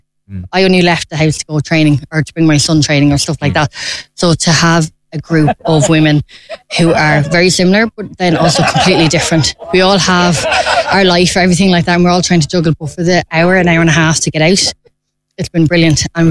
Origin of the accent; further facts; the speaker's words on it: Kilteegan, Leinster, Ireland; now in Baltinglass, Ireland; I'm originally from Kilteegan, so only about 10 minutes out the road, but I live and I'm married in Ballinglass